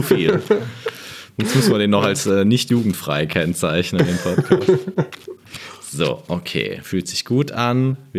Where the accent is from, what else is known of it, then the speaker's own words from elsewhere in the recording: Trentino-Alto Adige, Italy; moved away as an adult; also born or lived in Innsbruck, Austria; now in Germany; geboren wurde ich in Bozen in Südtirol und bin in der Nähe von Bozen auch aufgewachsen und zur Schule gegangen und habe da mein Matura gemacht